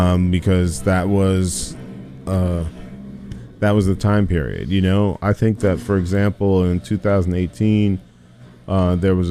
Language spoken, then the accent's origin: English; United States; growing up in the United States